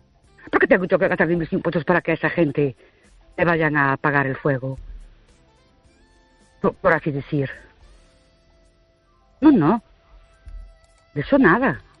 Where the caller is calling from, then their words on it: Ourense, Galicia, Spain; de Ourense.